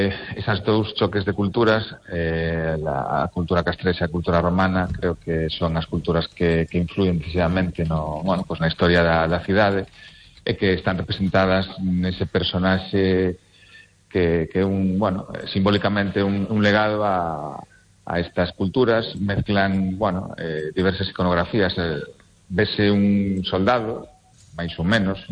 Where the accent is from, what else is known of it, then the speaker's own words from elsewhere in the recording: Lugo, Galicia, Spain; eu no meu, na miña historia persoal, pois, como lucense, e despois, sobre todo, teño unha vinculación bastante grande e importante co Museo de Lugo